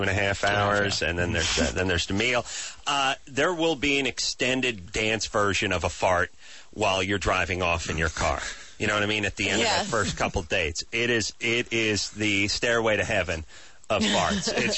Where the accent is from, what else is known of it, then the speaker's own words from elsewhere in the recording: North Hollywood, California, United States; My I grew up in North Hollywood, but now my mom's house is in Valley Village.